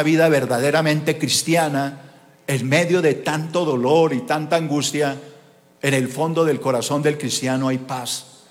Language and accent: Spanish; Colombia; born there; Desde que yo nací, he vivido en este mundo de violencia. Nacimos en Colombia, un país dividido, polarizado